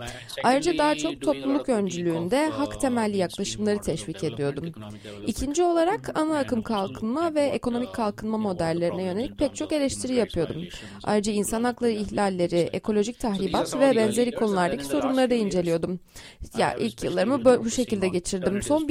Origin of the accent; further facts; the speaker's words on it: New Delhi, Delhi, India; moved away as an adult; now in Pune, India; Şu anda Batı Hindistan'da bulunan Pune şehrinde yaşıyorum. Yeni Delhi'de büyüdüm. Ancak yaklaşık 30 yıl önce Pune'ye taşındım.